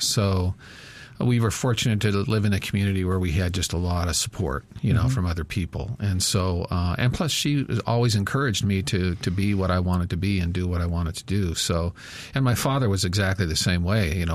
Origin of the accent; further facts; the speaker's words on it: Seattle, Washington, United States; If you're a person of my age and growing up in Seattle at this time